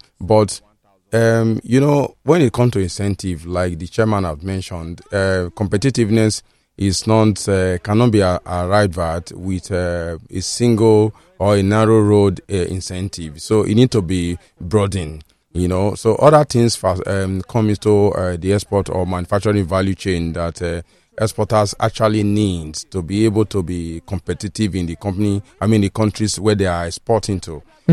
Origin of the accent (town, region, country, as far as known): Nigeria